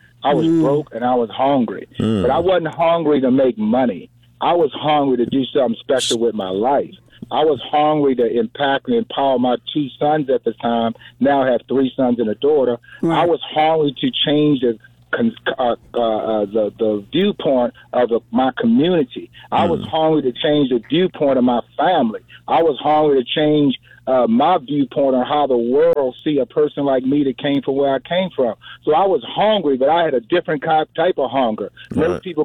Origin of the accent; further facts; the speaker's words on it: Baltimore, Maryland, United States; moved away as an adult; now in Washington, D.C. area, United States; I grew up in Cherry Hill in Baltimore, Maryland. I went in Navy, played ball for the Navy, made all Navy. I got stationed in D.C., and I stayed in the D.C. area.